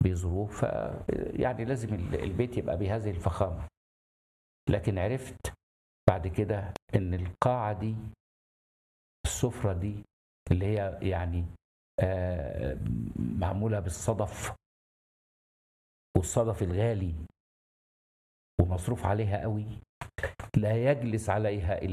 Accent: Tanta, Gharbia, Egypt; احنا من طنطا

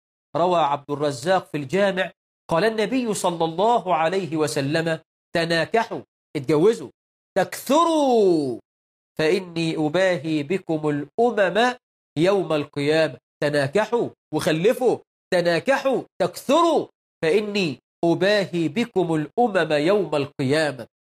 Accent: Egypt; عندنا في مصر

